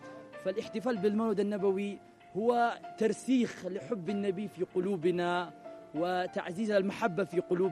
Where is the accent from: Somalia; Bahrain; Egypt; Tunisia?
Somalia; also born or lived in Yemen; صومالي من مواليد اليمن